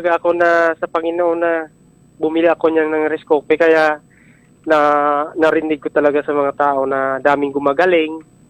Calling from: Magsaysay, Mimaropa, Philippines; Kalawag po, Magsaysay, Occidental Mindoro.

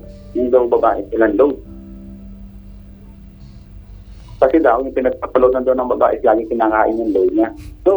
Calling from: Dasmariñas, Calabarzon, Philippines; ng Dasma.

